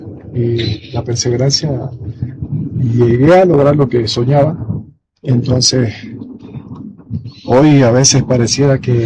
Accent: Santa Cruz, Bolivia; porque yo soy de Santa Cruz y soñaba con jugar en Oriente, Blooming.

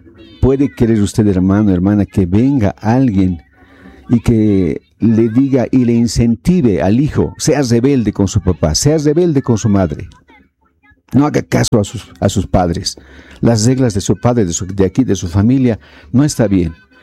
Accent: Bolivia; nosotros nos conocemos como bolivianos y podemos arreglar, mal o bien

